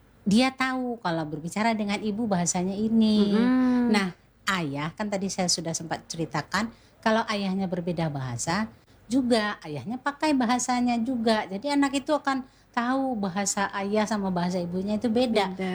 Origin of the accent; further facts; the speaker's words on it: Padang, West Sumatra, Indonesia; now in Pekanbaru, Indonesia; walaupun saya aslinya orang Padang, tapi saya tinggalnya di Pekanbaru. Nah, Pekanbaru itu unik. Kalau secara kewilayahan, dia itu kan masuk Provinsi Riau.